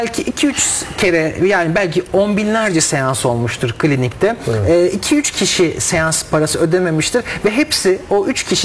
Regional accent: Ankara, Turkey; moved away; Ankara memleketim.

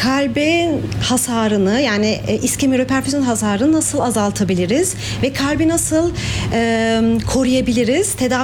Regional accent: France; born or raised there; moved away as an adult; also born or lived in Turkey; now in Germany

